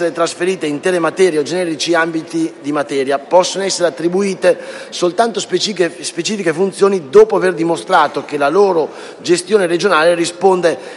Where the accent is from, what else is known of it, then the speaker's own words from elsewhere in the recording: Lombardy, Italy; lo dico da lombardo